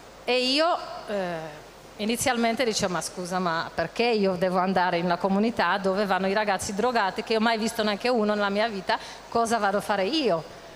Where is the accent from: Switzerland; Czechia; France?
Czechia; Italian is a second language; moved away as an adult; now in Italy; io vengo dalla Repubblica Ceca, che come tanti sanno è un paese ex comunista, quindi è un paese dove di Gesù della fede non si parla molto.